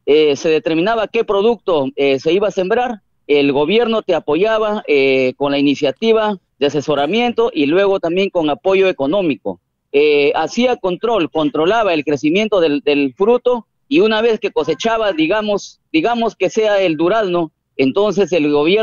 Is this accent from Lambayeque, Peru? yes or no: yes; Motupe, Lambayeque, Peru; also born or lived in Lima; Como comunicador y representante de los mangos de la región Lambayeque, en especial de Motupe, en mi distrito de Motupe